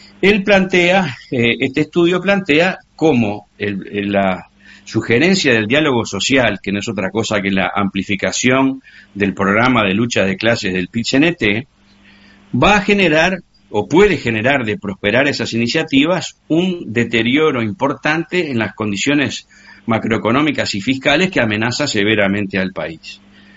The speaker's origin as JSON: {"language": "Spanish", "country": "Uruguay", "said": "en Uruguay vivimos con una especie de complacencia"}